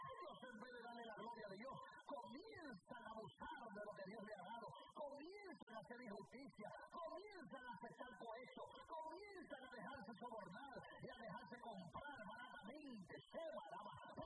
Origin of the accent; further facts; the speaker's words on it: Puerto Rico; Mira, hermano, yo soy puertorriqueño y yo hablo con la L y con la R y todavía trato de educarme